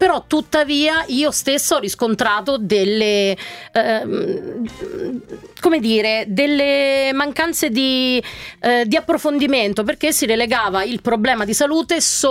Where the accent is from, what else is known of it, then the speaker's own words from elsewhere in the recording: Lazio, Italy; io sono dei Castelli Romani